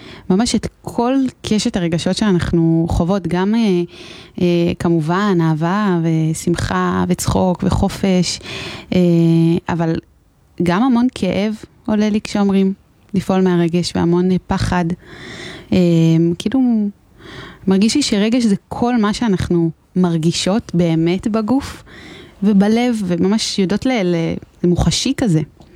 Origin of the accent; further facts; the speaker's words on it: Modi'in, Central District, Israel; now in Metula, Israel; ממודיעין במקור, עכשיו גרה במטולה, מטולה אהובתי.